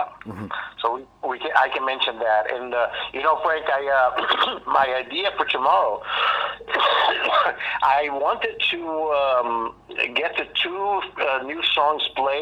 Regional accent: Brazil; English is a second language; in the Americas, in my home country in Brazil, and because of the weather in my mother's old region, it's high altitude, small towns with a very, very temperate weather

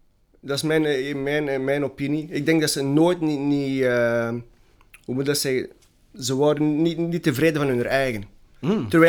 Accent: Antwerp, Flanders, Belgium; Want iedereen dacht hier, wow, wij zijn wel van Antwerpen.

